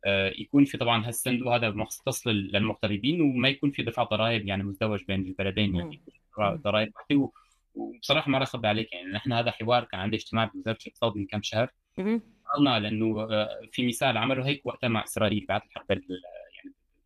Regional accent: France; accent: Homsi; أنا أول كبرت هون … أنا اسمي فرنسي والأتات يعني سوري

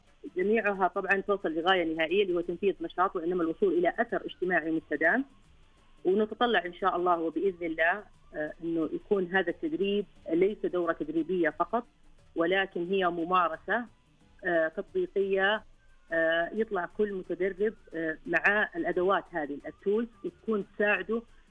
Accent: Saudi Arabia; عندنا في المملكة العربية السعودية

